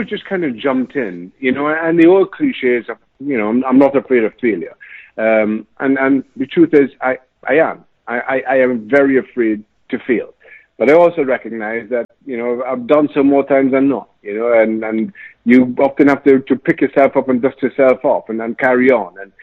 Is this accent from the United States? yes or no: no; Diego Martin, Trinidad & Tobago; moved away; Growing up in Trinidad, I grew up in Northwest. Town called Diego Martin